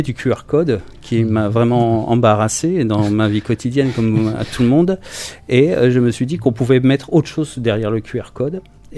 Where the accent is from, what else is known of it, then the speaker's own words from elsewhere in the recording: Geneva, Switzerland; now in Dordogne, France; je suis originaire du côté de Genève, par là-bas